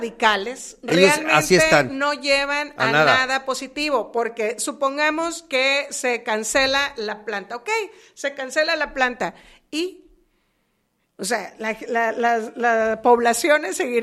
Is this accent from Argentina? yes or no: no; Mexico; soy de ahí de Huira